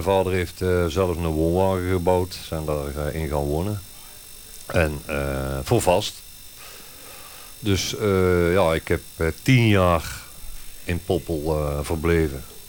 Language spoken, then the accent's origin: Dutch; Oosterhout, North Brabant, Netherlands; Ik ben van Brabant.